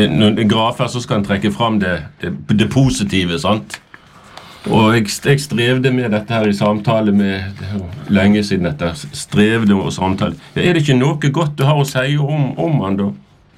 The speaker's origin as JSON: {"language": "Norwegian", "town": "Bergen", "region": "Vestland", "country": "Norway", "tie": "born there", "said": "Jeg er født i Bergen."}